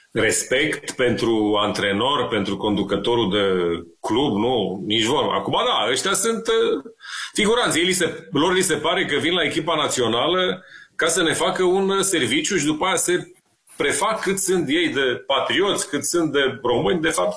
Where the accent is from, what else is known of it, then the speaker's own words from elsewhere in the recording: Romania; Știți, eu sunt român, nu sunt italian. Vorbesc bine italian, dar sunt român.